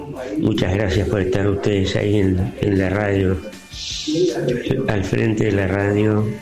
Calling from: Gualeguaychú, Entre Ríos, Argentina; de Gualeguaychú.

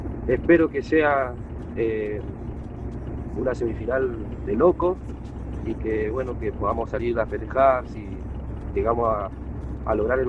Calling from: Argentina; como argentinos

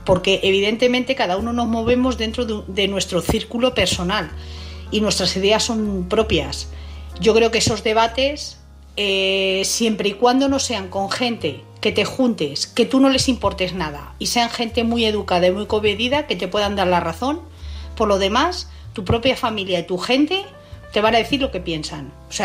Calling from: Madrid, Community of Madrid, Spain; de Madrid.

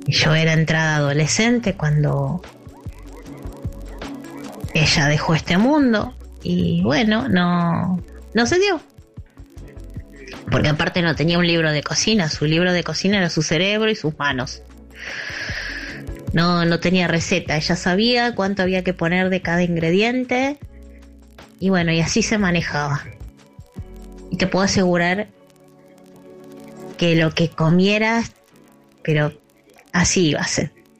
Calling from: Caballito, Buenos Aires, Argentina

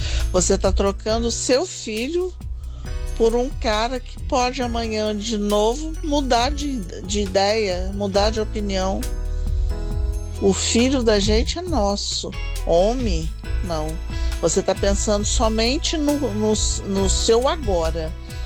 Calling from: Campos dos Goytacazes, Rio de Janeiro, Brazil; eu falo de Campos Goytacazes.

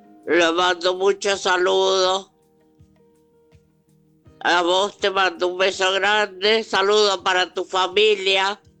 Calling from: Isidro Casanova, Buenos Aires Province, Argentina; de Casanova te saluda como siempre.

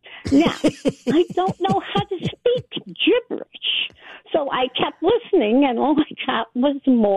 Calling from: New York City, New York, United States; I'm from Brooklyn.

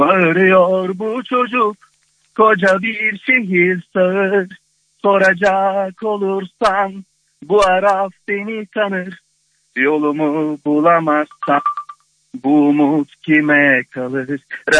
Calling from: Izmir, İzmir, Turkey; İzmir'den arıyorum.

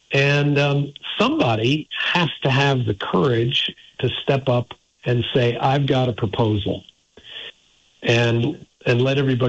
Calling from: Montpelier, Vermont, United States; I'm calling in from Montpelier.

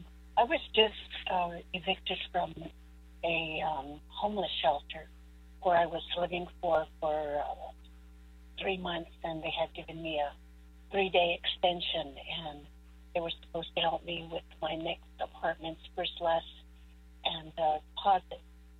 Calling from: Albuquerque, New Mexico, United States

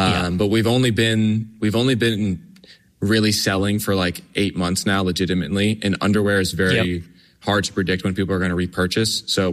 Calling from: Virginia, United States; I'm calling from Northern Virginia. I'm 25 years old, and I'm the founder of Gotchies.

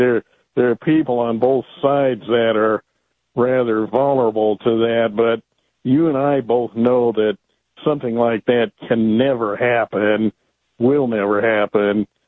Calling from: Cape Girardeau, Missouri, United States; And it's been my hometown for a number of years.

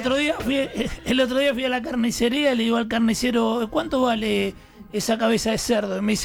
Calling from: Quilmes, Buenos Aires Province, Argentina; del 23 del 8 del 73. Quería saber sobre mi tarot, soy de Quilmes.

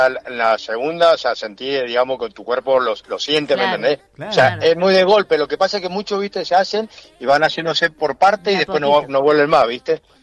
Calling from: Las Heras, Mendoza, Argentina; Yo soy de La Cera, pero estoy en Guaymallén. Perdón, en Guaycruz.

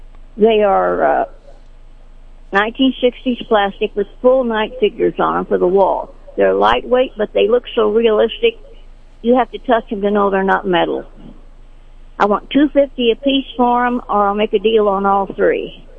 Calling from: Sedalia, Missouri, United States; I'm calling from Sedalia.

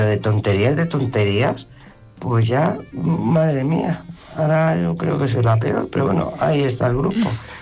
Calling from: Madrid, Community of Madrid, Spain; de Madrid

